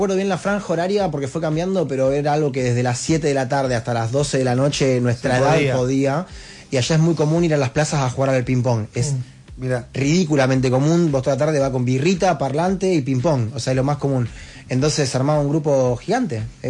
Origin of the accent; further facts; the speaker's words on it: Argentina; moved away as an adult; also born or lived in Barcelona; Le digo, soy argentino, me está mostrando una terraza con parrilla, acabo de llegar a España.